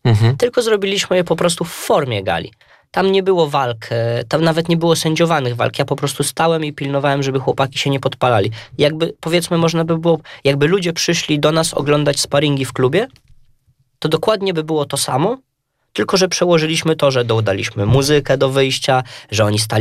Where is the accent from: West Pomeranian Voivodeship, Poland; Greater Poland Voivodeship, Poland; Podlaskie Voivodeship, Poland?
Podlaskie Voivodeship, Poland; Łomża; ja jestem rodowitym Łomżyniakiem od pokoleń, od pradziadka, pradziadek z Łomży, dziadek, tata, ja